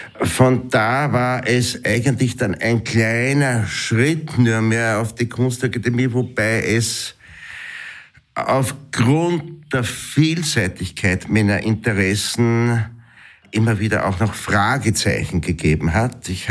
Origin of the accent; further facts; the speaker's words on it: Gmunden, Upper Austria, Austria; born there; moved away as an adult; also born or lived in Schärding am Inn / Vienna; now in Burgenland, Austria; Ich wurde 1962 in Schärding am Inn geboren, also sehr weit weg vom Burgenland. War 9 Jahre Schärding, Volksschule und so weiter, dann eine Übersiedlung nach Gmunden, dort das Bundesgymnasium, Matura, und bin dann unmittelbar nach der Matura nach Wien gegangen